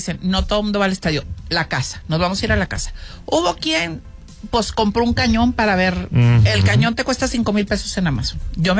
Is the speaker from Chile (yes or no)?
no; Mexico; la economía de nosotros como mexicanos